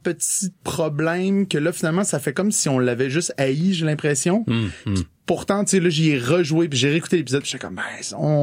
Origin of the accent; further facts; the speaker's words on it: Quebec, Canada; also born or lived in Montreal / Mascouche / Terrebonne; now in Laval, Canada; Je suis né à Montréal, mais j'ai grandi sur la Couronne-Nord